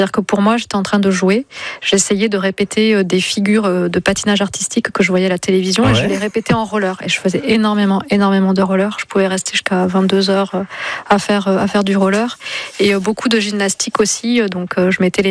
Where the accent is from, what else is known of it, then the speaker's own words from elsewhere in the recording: Carcassonne, Occitanie, France; born there; Oui, elle voulait effectivement accoucher à Carcassonne